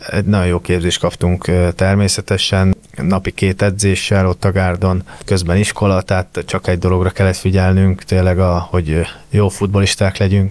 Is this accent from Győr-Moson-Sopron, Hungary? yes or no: yes; Győr, Győr-Moson-Sopron, Hungary; Igazából én lakótelepen nőttem fel Győrben, Marcalvárosban, úgyhogy nem egy ilyen dúsgazdag környék